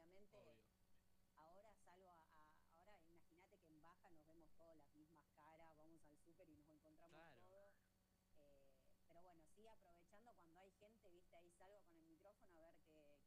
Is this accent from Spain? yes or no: no; Buenos Aires, Argentina; moved away as an adult; now in Villa Pehuenia, Argentina; ya estoy instalada ya hace 5 años. Pero no vengo a, no soy de acá, soy de Buenos Aires, pero ya está. Me quedo acá